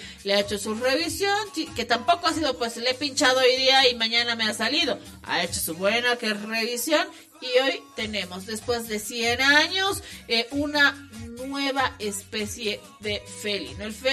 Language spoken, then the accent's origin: Spanish; Bolivia; yo soy súper boliviana, yo debo ser yungueña.